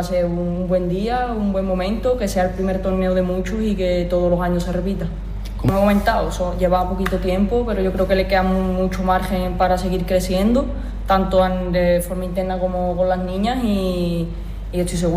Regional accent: Morón de la Frontera, Andalusia, Spain; como disfruté yo en mis inicios aquí en Morón

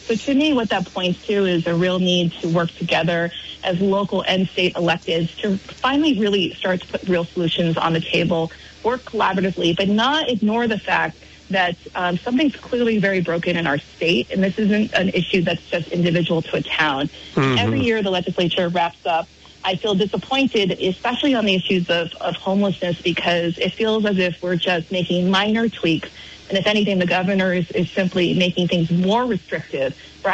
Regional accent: Barre, Vermont, United States; How people talked about Burlington, especially local Vermonters, and I grew up in Barrie, and I say Barrie in particular because Barrie has also had a reputation.

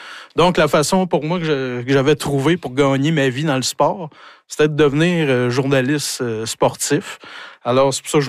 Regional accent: Rouyn-Noranda, Quebec, Canada; also born or lived in Montreal; Je me considère comme un Abitibien. Je suis né à Montréal, d'une mère abitibienne et d'un père du bas du fleuve, donc entre les deux. Ouais. Mais on a déménagé quand j'avais 6 ans, ma famille, mes parents ont déménagé à Rouyn-Noranda

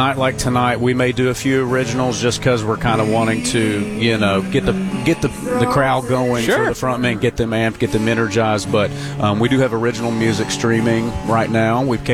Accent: Williamsburg, Kentucky, United States; now in Lexington, United States; I sing in the band with my brother Alec. We are from Williamsburg, Kentucky, originally down in southeast Kentucky.

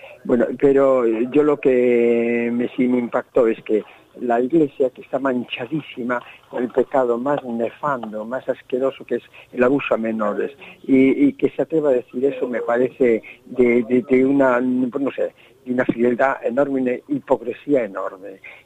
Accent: Ares, Galicia, Spain; now in Cambados, Spain; era ya en mi pueblo, yo era de Ares, vivía allá y era como hablábamos allí, aunque era un mal gallego, pero bueno, me la aprendí.

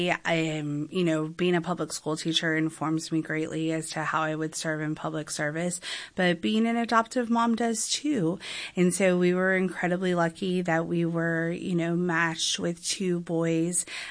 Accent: San Antonio, Texas, United States; born and raised in San Antonio, went to UT in Austin for undergrad, came back to San Antonio to be a public school teacher, eventually made my way to law school in Houston, and then came back

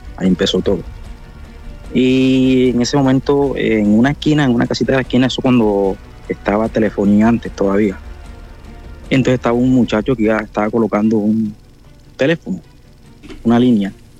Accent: Puerto Escondido, Oaxaca, Mexico; now in Argentina

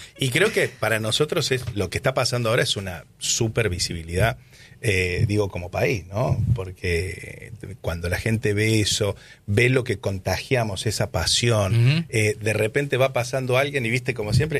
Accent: Argentina

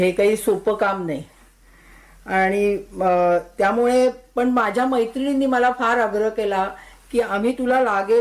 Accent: Mumbai, Maharashtra, India; born or raised there; moved away as an adult; also born or lived in Pune / Sydney; now in Australia

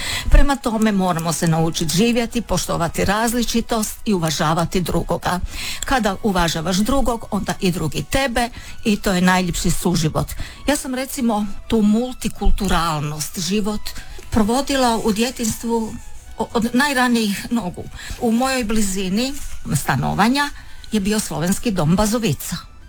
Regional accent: Rijeka, Primorje-Gorski Kotar County, Croatia; kada sam rođena u Rijeci i odrastala

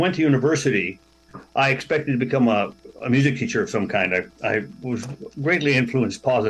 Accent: Niagara-on-the-Lake, Ontario, Canada; all the way back into when I grew up in Niagara-on-the-Lake. And my Mennonite background.

